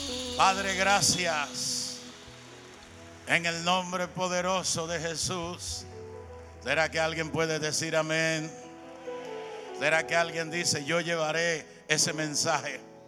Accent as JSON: {"language": "Spanish", "country": "Panama", "moved": "as an adult", "said": "Soy panameño"}